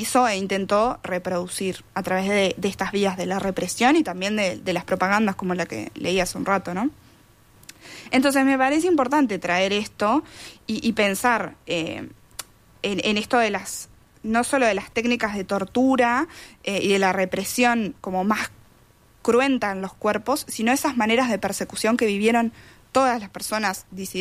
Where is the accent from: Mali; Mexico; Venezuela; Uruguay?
Uruguay; como uruguayos y uruguayas